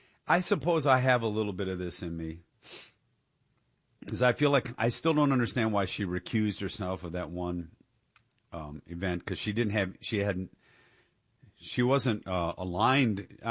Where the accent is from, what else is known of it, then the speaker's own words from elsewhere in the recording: Detroit, Michigan, United States; I know a lot of these cities better than I knew the city I grew up in Detroit